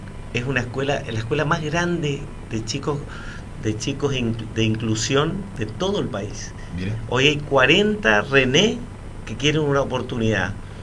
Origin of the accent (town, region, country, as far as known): Argentina; now in Oberá, Argentina